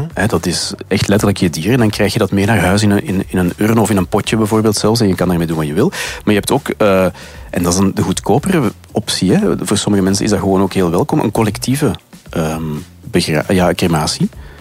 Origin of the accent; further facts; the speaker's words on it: Mechelen, Flanders, Belgium; Nu, wij zijn van Mechelen bijvoorbeeld.